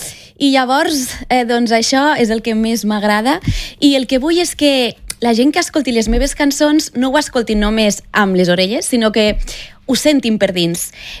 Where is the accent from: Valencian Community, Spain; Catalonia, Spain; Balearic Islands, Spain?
Catalonia, Spain; catalana perquè sóc catalana, el meu cor és català, estimo la meva terra